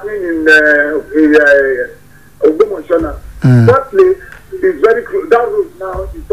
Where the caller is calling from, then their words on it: Bukuru, Plateau, Nigeria; I'm calling from Bukuru area.